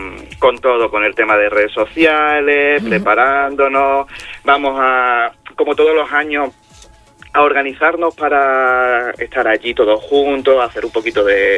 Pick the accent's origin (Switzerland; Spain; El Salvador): Spain; Málaga, Andalusia; now in Extremadura, Spain; Yo no, de hecho yo soy malagueño.